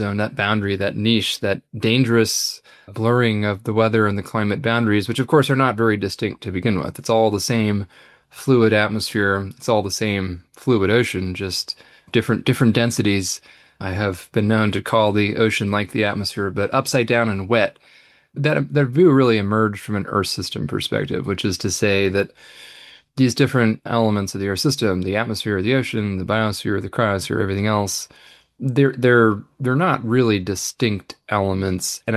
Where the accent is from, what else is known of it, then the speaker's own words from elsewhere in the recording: San Francisco, California, United States; I grew up in Northern California, first in San Francisco, and then up a little bit north on the other side of the Golden Gate Bridge. I grew up in and around the ocean and ocean-connected bodies of water sailing on San Francisco Bay